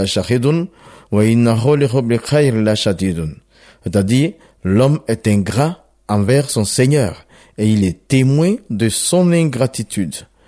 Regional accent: Côte d’Ivoire; je suis originaire de la Côte d'Ivoire.

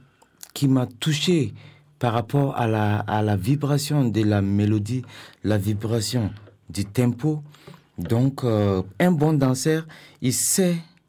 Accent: Burkina Faso; moved away as an adult; now in France; Je suis né au Burkina Faso, donc c'est en Afrique de l'Ouest et autour du Mali, Côte d'Ivoire, Burkina, Togo, Bénin, Niger, Ghana.

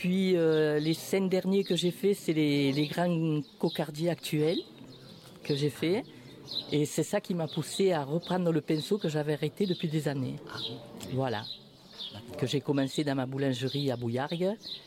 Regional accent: Vauvert, Occitanie, France; born there; de Vauvert. Je suis né à Vauvert.

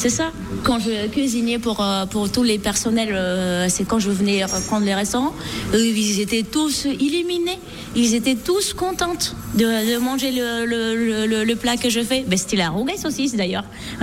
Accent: Madagascar; moved away; comme je viens de Madagascar

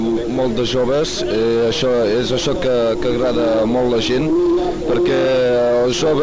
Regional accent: Perpignan, Occitania, France

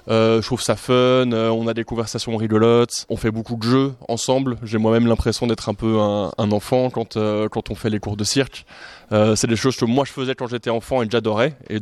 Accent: Brussels, Brussels-Capital Region, Belgium; moved away; Je viens de Bruxelles, c'est toujours la capitale de la Belgique d'ailleurs, et c'est une grosse ville

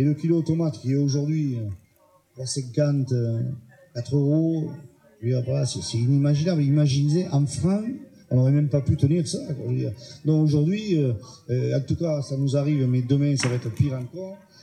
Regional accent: Pézenas, Occitanie, France; chez nous, à Pézenas

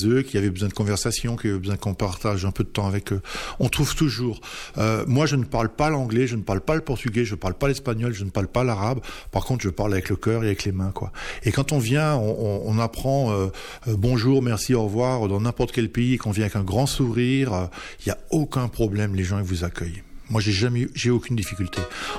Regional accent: Grand Est, France; je l'ai renvoyée chez moi en Alsace, ici

